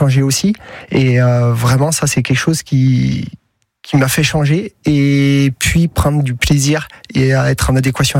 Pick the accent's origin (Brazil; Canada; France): France; La Tourette, Auvergne-Rhône-Alpes; Oui, parce que historiquement, voilà, je suis fils de paysan. Je viens de la Tourette, vers Saint-Monnet-le-Château. Et mon père avait une ferme au milieu des bois.